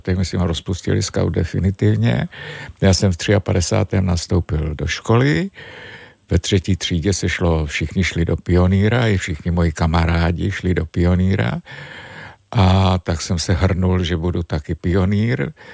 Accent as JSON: {"language": "Czech", "region": "Prague", "country": "Czechia", "moved": "yes", "said": "bývalým povoláním jsem Pražák, tak si připadám jako doma samozřejmě"}